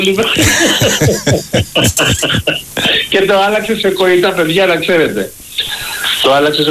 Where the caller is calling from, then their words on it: Greece; από Λιούπολη.